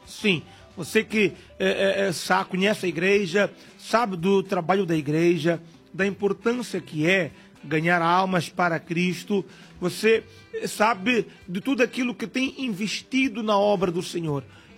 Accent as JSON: {"language": "Portuguese", "country": "Mozambique", "said": "nós somos de Moçambique."}